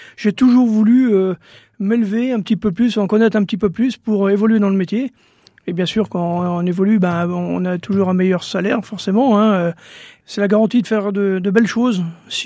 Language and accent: French; Normandy, France; now in Sarthe, France; C'était assez loin de chez moi parce que je suis originaire de la Manche, à côté du Mont-Saint-Michel. Très belle région. Mais maintenant, je suis sartois.